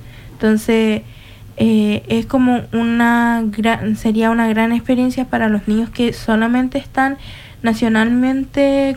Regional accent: Chile; somos varios chilenos que son de varias regiones

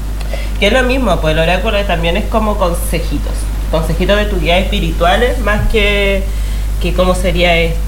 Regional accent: Calama, Antofagasta, Chile; born there; Nací en Calama, así que soy zorra.

